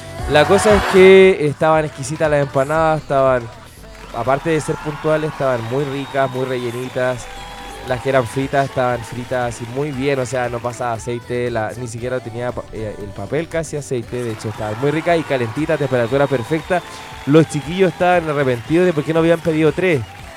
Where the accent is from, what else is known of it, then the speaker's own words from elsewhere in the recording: Chile; somos chilenos todo el año